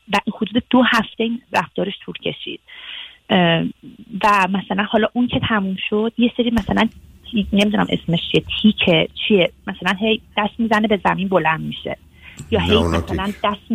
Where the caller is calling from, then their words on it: Germany; ما از آلمان هستیم آقای دکتر.